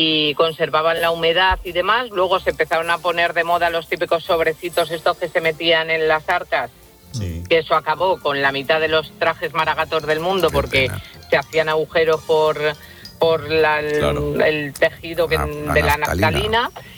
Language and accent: Spanish; Combarros, Castile and León, Spain; en las fiestas del pueblo de mi padre, que es mi pueblo, que se llama Combarros y está al ladito de Astorga.